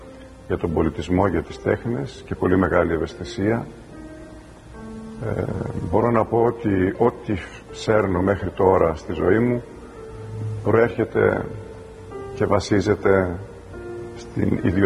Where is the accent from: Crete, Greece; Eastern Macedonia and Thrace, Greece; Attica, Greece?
Crete, Greece; Rethymno; born there; Γεννήθηκα στο Ρέθυμνο της Κρήτης σε μια αστική, μεσοαστική οικογένεια